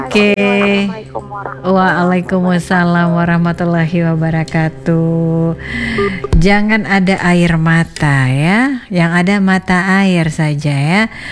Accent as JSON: {"language": "Indonesian", "town": "Palu", "region": "Central Sulawesi", "country": "Indonesia", "said": "saya warga Palupi"}